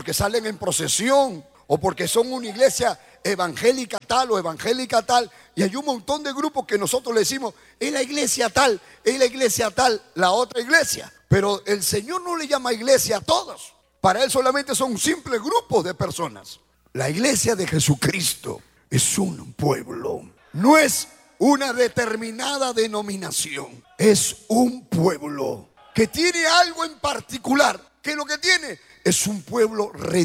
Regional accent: Chiclayo, Lambayeque, Peru; Nosotros somos los peruanos, porque nacimos en Perú. Y aún estando en Perú, nosotros somos chiclayanos, porque somos de la ciudad de Chiclayo.

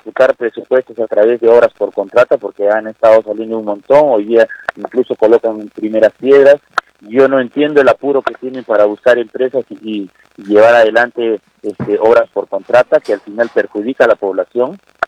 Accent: Ilave, Puno, Peru; a mi tierra, a mi casa, el distrito Ilavalle

